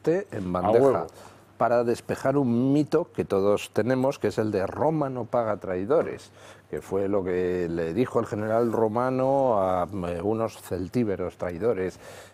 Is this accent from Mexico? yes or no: no; Spain; Usted sabe cómo de familiares somos los españoles, ¿no?